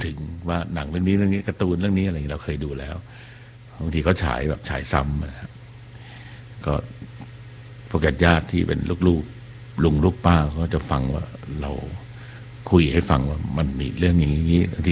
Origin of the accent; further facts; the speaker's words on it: Bangkok, Thailand; ซึ่งเราก็เป็นเด็กกรุงเทพนะฮะที่มีไฟฟ้าแล้วแล้วก็มีโทรทัศน์ดู